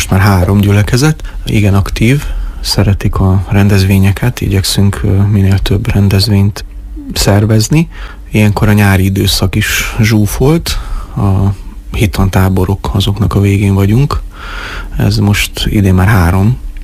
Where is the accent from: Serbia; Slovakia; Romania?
Romania; Oradea, Bihor; now in Hungary; Mi Erdélyből érkeztünk, konkrétabban a Párciumból, Érmellékről. Én nagyváradi származású vagyok.